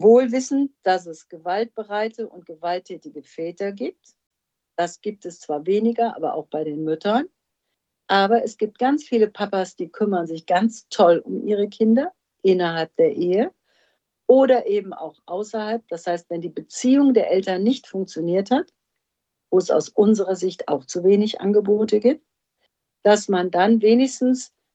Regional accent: North Rhine-Westphalia, Germany; ich komme aus NRW

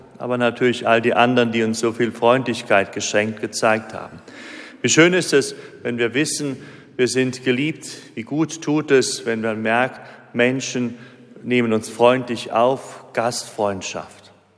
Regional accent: Rhineland-Palatinate, Germany; Ich komme aus dem Bistum Speyer

